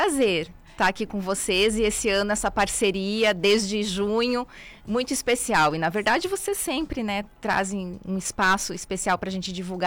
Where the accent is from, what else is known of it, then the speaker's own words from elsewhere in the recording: Rio Grande do Sul, Brazil; moved away; a gente veio do sul, muitos não sabem, né? Nós somos gaúchos